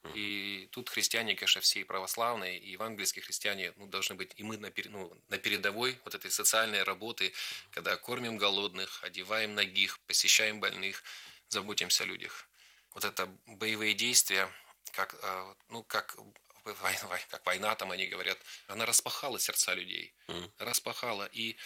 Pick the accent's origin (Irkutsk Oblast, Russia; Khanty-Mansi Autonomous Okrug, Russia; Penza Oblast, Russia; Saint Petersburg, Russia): Irkutsk Oblast, Russia; Irkutsk; Донецк мне напоминает мой родной город Иркутск, я сам в Сибири, жил на окраине Иркутска, частный сектор.